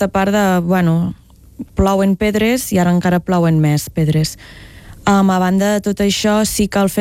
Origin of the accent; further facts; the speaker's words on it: Catalonia, Spain; els que som de comarques, que en dieu, els que som de fora de Barcelona